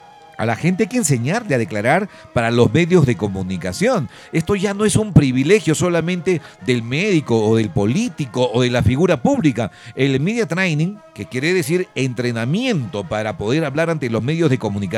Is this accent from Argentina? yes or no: no; Peru; en el Perú, en mi país, en nuestro país